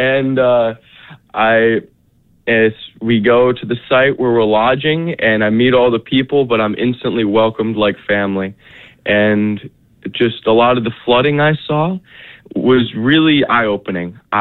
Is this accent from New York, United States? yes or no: yes; Williamsville, New York, United States; I've grown up in Williamsville, New York.